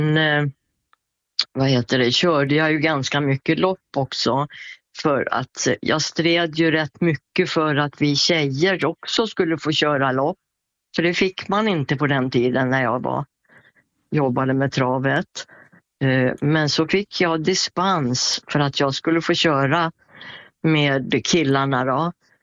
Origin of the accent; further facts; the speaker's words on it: Borlänge, Dalarna County, Sweden; Så att annars körde jag ju hemma i Borlänge då på den travbanan.